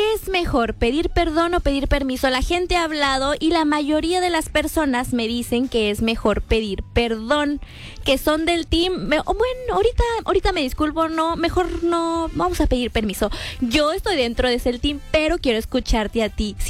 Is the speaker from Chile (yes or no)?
no; La Paz, Baja California Sur, Mexico; Porque yo soy de La Paz.